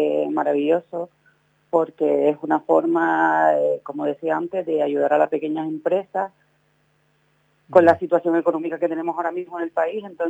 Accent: Arucas, Canary Islands, Spain; Vale, yo soy del municipio de Aruca. Uh-huh. Estoy cerquita de Terol.

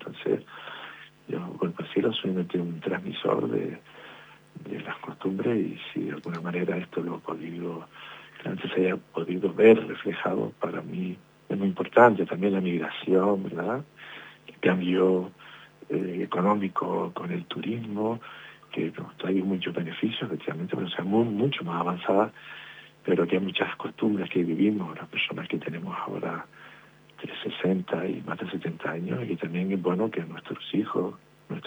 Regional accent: Teror, Canary Islands, Spain; born or raised there

